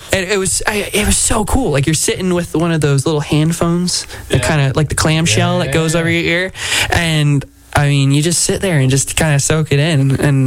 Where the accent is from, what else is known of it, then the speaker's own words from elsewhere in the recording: New England, United States; I'm from New England